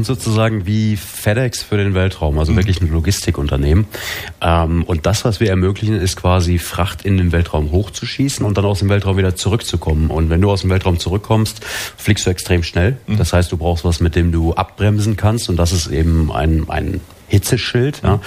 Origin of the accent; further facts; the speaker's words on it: North Rhine-Westphalia, Germany; moved away as an adult; also born or lived in Baden-Württemberg; now in Lichtenau, Germany; Ich komme gebürtig aus NRW. Ich glaube, man hört was so ein bisschen.